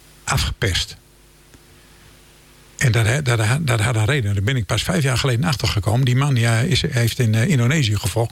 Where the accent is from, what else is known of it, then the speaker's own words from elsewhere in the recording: Musselkanaal, Groningen, Netherlands; Ik ben gewoon geboren en getogen in Musselknaal. Mijn ouders hadden daar een schoenenwinkel.